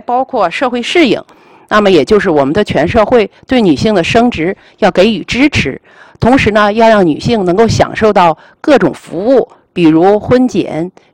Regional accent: China; 我们中国人

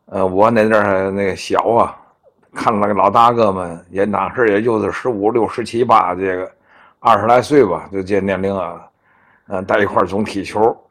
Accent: Tianjin, China; 说说我们大直沽这个社区足球队。

